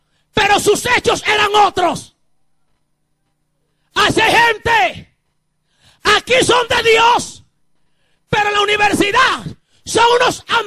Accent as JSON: {"language": "Spanish", "country": "Dominican Republic", "tie": "born or raised there", "moved": "yes", "said": "Cuando yo me crié en mi país, República Dominicana, yo vivía frente a una iglesita."}